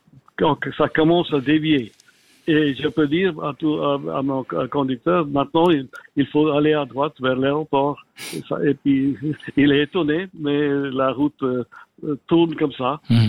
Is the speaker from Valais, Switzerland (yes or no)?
no; Geneva, Switzerland; moi, j'ai grandi à Genève, je connais la ville comme n'importe quoi.